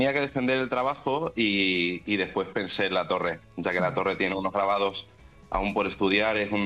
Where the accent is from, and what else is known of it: Olivenza, Extremadura, Spain; born or raised there